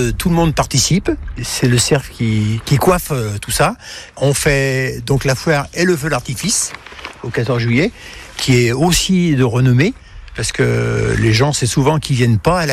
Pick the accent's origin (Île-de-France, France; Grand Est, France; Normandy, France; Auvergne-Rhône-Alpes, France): Auvergne-Rhône-Alpes, France; Bossieu; born there; Je suis pas né à Faramand, je suis né à Bossieux, donc un petit village pas bien loin.